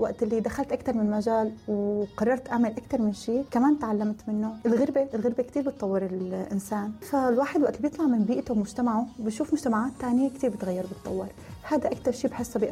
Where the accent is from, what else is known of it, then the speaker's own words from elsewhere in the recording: Syria; now in United Arab Emirates; ونحن كسوريين محبوبين بالإمارات. يعني أنا عن تجربتي